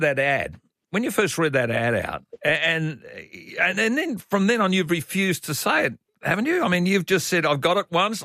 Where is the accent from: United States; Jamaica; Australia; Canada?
Australia; Queensland; it makes me feel proud as a Queenslander.